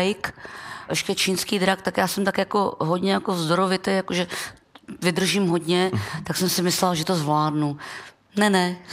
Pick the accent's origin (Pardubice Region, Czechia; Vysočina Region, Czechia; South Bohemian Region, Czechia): South Bohemian Region, Czechia; České Budějovice; Já jsem třeba z Budějc, u nás v Budějcích cymbal vůbec neexistuje, jo.